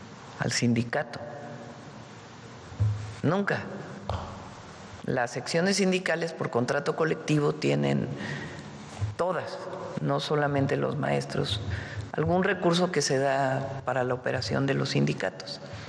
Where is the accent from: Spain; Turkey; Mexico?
Mexico; por lo que son las familias mexicanas, o lo que somos las familias mexicanas.